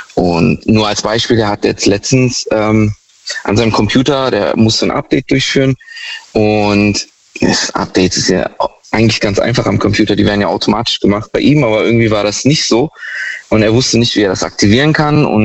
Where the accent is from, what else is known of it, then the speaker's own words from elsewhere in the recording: Heidelberg, Baden-Württemberg, Germany; Ich komme aus der Ecke Heidelberg.